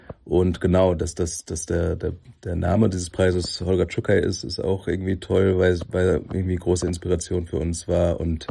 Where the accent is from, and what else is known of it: Chennai, Tamil Nadu, India; born or raised there